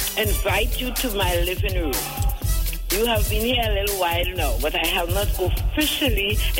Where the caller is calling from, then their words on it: Sangre Grande, Trinidad & Tobago; I am calling you from Sandy Grande.